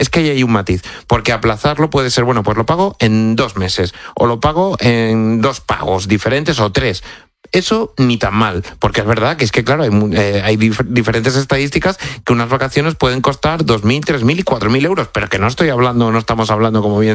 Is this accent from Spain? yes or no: yes; Extremadura, Spain; yo además que soy extremeño, imagínate lo que me cuentan de por allí, de la que está cayendo en Cáceres y Badajoz